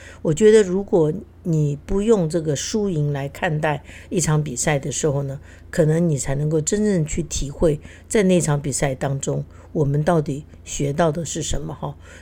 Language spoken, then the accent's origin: Chinese; Keelung, Taiwan; now in Taipei, Taiwan; 所以你就知道能够一个在基隆长大的一个小不拉几的一个孩子能够到台北来念书，能考